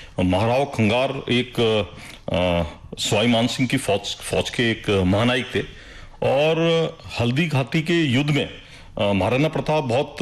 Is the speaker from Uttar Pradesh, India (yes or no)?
no; Ugriyawas, Rajasthan, India; born there; मेरा जन्म उग्रियावास में हुआ, जो कि एक 22 गांव का ठिकाना है, दूदू तहसील में है, जयपुर के पास में। और जो खंगारोत राजपूत हैं वो महाराव खंगार के वंशज हैं।